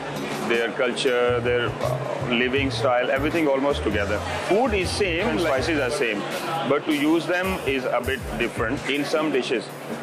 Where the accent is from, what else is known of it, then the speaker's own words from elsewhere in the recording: Pakistan; I'm from Pakistan.